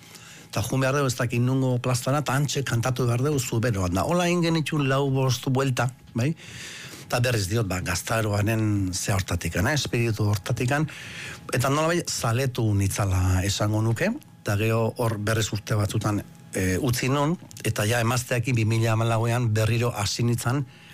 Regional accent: Lasarte, Basque Country, Spain; also born or lived in Ondarroa; sortu nintzen Bizkaian Ondarrun, bai, baina gali ez dut inoiz esate, baina Gipuzkura etorri nintzen Lasartera, ni 8 urte nitxula

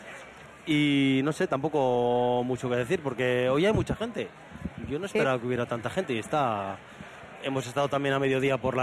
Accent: Logroño, La Rioja, Spain; Yo soy de Logroño y tenemos ese turismo

